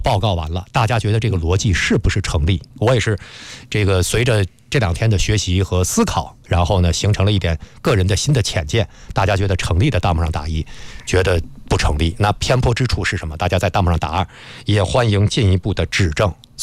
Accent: China

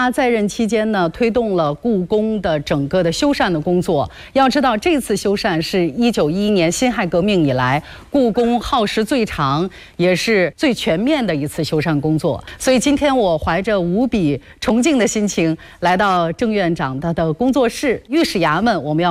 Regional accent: Shanxi, China; 其实我和郑老呢是半个老乡，郑老是陕西渭南人，我是山西晋南人。那我觉得咱俩用家乡话吧，

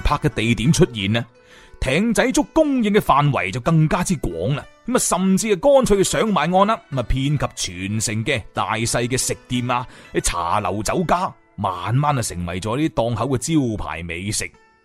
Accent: Guangzhou, Guangdong, China; 我哋广州人呢，就将即係普语当中嘅癞蛤蟆啊，即係癞蛤蟆叫做琴佢咁样嘅。

